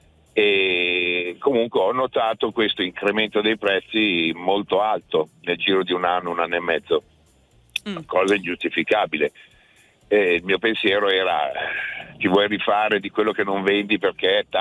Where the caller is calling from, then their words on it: Pavia, Lombardy, Italy; Io abito a Pavia, però giro un po' tutta Italia, un po' tutta l'Europa